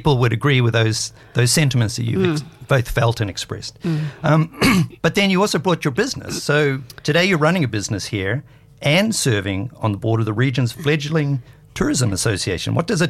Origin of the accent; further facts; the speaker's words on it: New Zealand; Now, listen, I know I grew up in New Zealand and I had a sense of it immediately